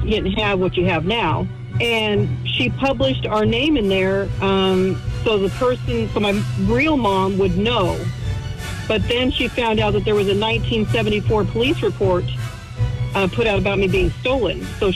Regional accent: Arizona, United States; also born or lived in Washington State; Somebody decided to take me and bring me to Arizona. I was born in Washington State and then given to a lady who couldn't have children.

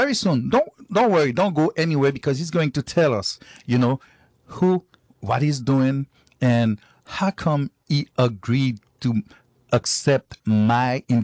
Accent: Haiti; moved away; Where I am now, even though I was born and raised in Haiti, this is my place.

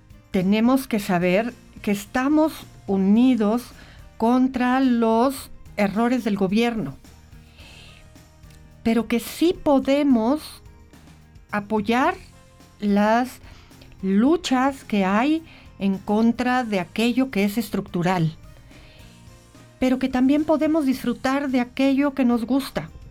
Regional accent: Mexico; como mexicanos somos cálidos

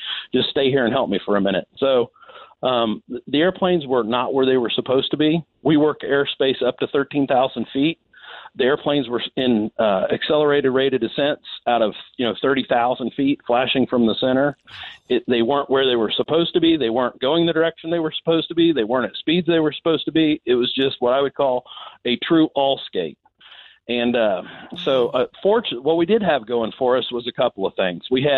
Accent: Attica, Indiana, United States; now in Indianapolis, United States; I grew up in West Central Indiana in a town called Attica, Indiana.

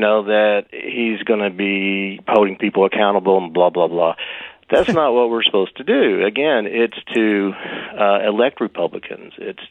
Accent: Chattanooga, Tennessee, United States; I was born and raised in Chattanooga in Hamilton County. Went to Boyd Buchanan for 11 years, graduated there, went to UTC

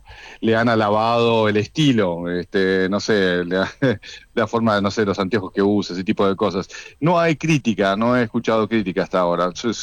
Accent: Argentina; Pero bueno, yo como argentino obviamente pienso que no lo van a lograr.

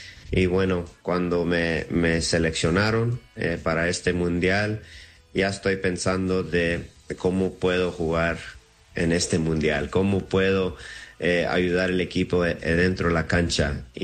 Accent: Los Angeles, California, United States; also born or lived in Seattle; Yo nací en Los Ángeles, me crecí ahí, 18 años y me fui al colegio, a la universidad en Seattle y ahí me quedé otros 12, 13 años ahí en Seattle.

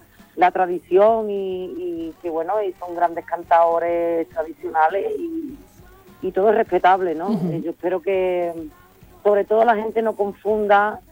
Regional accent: Sanlúcar de Barrameda, Andalusia, Spain; Mi manera es flamenca, yo vengo de la tradición, soy de Sanlúcar de Barrameda...

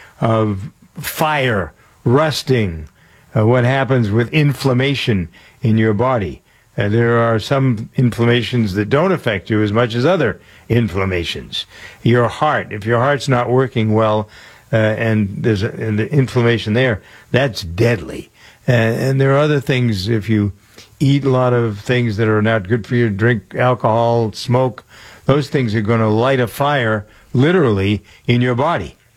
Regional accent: Framingham, Massachusetts, United States; I have one street in my hometown of Framingham, Massachusetts, that has five, count them, 5 chicken restaurants.

